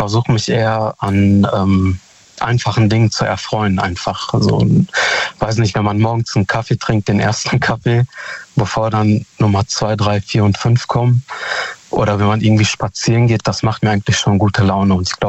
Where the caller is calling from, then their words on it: Hamm, North Rhine-Westphalia, Germany; Hallo Daniel, hier ist … ich komme aus Hamm.